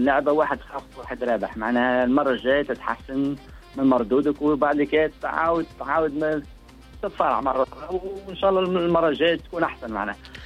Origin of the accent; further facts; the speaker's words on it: Tunisia; كيما احنا جيت من بلاد من تونس اللغه معناها ما جيت معناها مانيش حافظ اللغه بالباهي